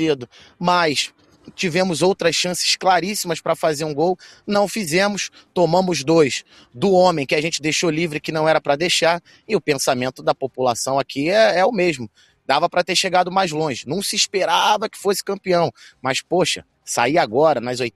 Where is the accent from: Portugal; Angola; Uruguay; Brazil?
Brazil; Duque de Caxias, Rio de Janeiro; also born or lived in Jardim Primavera; que eu sou de Duque de Caxias, lá na Baixada Fluminense. Olha só que loucura. Eu sou nascido e criado num bairro Jardim Primavera.